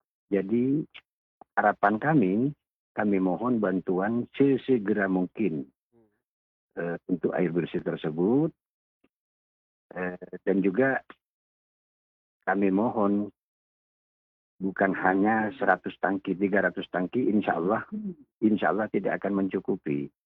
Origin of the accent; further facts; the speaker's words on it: Sumenep, East Java, Indonesia; di desa kami, di Desa Montorna, Kecamatan Pasongsongan